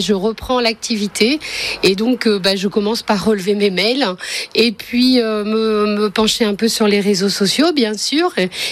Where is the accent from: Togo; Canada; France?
France; Normandy; moved away as an adult; now in Ernée, France; je suis pas mayonnaise, moi je suis normande.